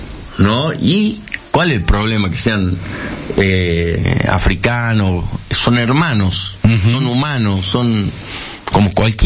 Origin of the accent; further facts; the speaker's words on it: Argentina; Sus seguidores, que somos todos los argentinos